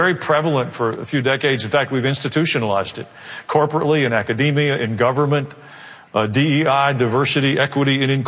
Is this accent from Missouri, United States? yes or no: yes; Kansas City, Missouri, United States; born there; I was born in Kansas City, Missouri.